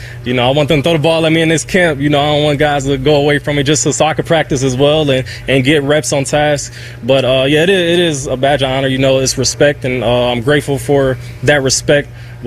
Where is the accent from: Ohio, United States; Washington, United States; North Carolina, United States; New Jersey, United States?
Ohio, United States; Cleveland; I'm from Cleveland, this is the city I'm from. I've always played in Ohio. I'm an Ohio kid